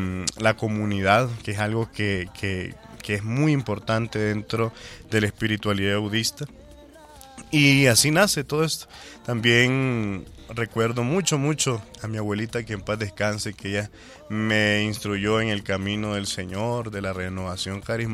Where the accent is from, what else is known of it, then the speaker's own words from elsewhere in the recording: Dolores, Carazo, Nicaragua; moved away as an adult; soy originario de Dolores Carazo.